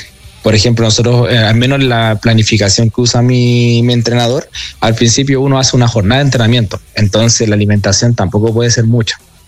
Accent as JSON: {"language": "Spanish", "town": "Curicó", "region": "Maule", "country": "Chile", "tie": "born there", "also_born_or_lived": "Buin", "moved": "yes", "lives_now": "Santiago, Chile", "said": "yo muchos años viví en Buin, y volví a Curicó, que yo nací en Curicó, después me fui a Buin a vivir, y después el 2009 volví a Curicó"}